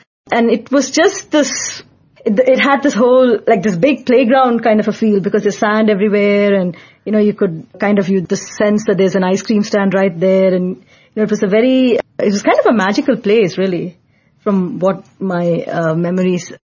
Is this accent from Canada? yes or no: yes; Canada; born there; first language Tamil; English is a second language; And although I was born in Canada and I grew up for a couple of years in Canada, I didn't know a single word of English. I knew Tamil, which was our native tongue.